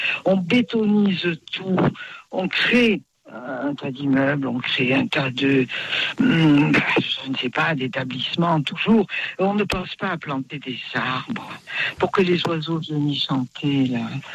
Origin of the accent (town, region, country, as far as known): Poitiers, Nouvelle-Aquitaine, France; born or raised there